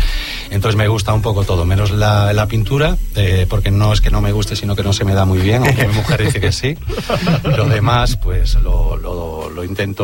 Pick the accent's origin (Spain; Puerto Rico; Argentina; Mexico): Spain; Ferrol, Galicia; born there; me propusieron hacer una película con Paco Rabal y Federico Lupi en Ferrol, donde yo nací, evidentemente